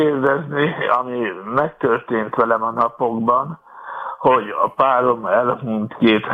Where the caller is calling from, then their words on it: Tatabánya, Komárom-Esztergom, Hungary; Tatabányáról.